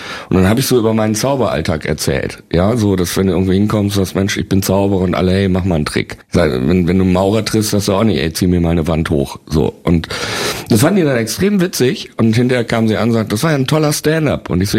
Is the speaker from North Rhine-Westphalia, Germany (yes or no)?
yes; Bielefeld, North Rhine-Westphalia, Germany; Ich bin ja Bielefelder und da kennt, wenn du natürlich Lokalmatador bist, die kannten mich auch alle schon vor Star Search, ja.